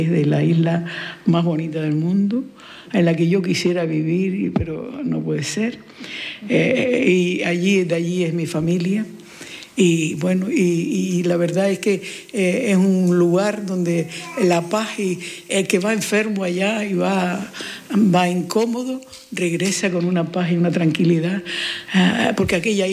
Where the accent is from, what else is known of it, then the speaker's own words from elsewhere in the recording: Fuerteventura, Canary Islands, Spain; yo soy de Majorera, de familias majoreras